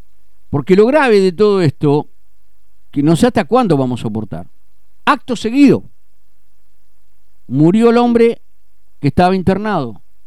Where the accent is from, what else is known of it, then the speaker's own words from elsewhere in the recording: Santa Fe, Argentina; nosotros seguimos como ciudadanos santafesinos